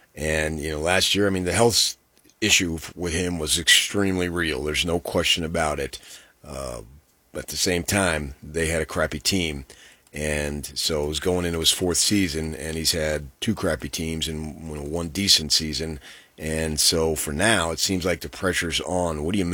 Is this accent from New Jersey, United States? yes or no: yes; New Jersey, United States; I'm born and raised in North Jersey. A lot of experience in South Jersey.